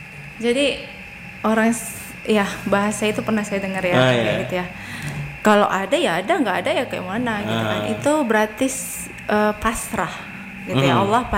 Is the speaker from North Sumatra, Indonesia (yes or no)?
yes; Sibolga, North Sumatra, Indonesia; kita orang Sibulga